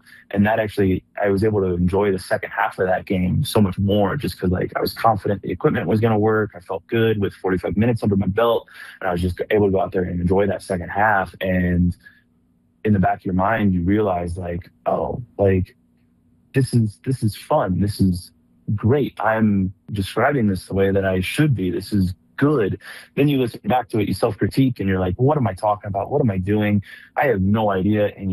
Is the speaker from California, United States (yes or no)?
no; Kansas City, Missouri, United States; Born and raised in Kansas City, spent the first 24 years of my life there